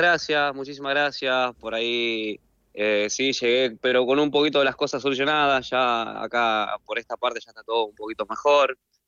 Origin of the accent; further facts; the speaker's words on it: Tierra del Fuego, Argentina; also born or lived in Salta; Yo nací en Salta y me crié en Tierra del Fuego, de una punta a la otra.